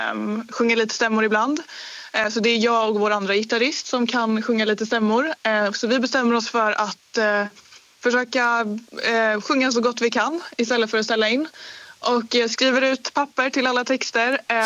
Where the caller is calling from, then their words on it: Stockholm, Stockholm County, Sweden; Jag är 22 år och jag kommer från Stockholm.